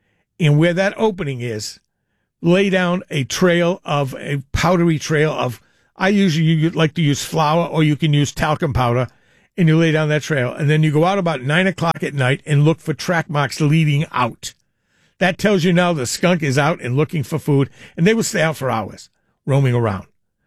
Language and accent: English; East Providence, Rhode Island, United States; My hometown, East Providence, I'm always proud of it.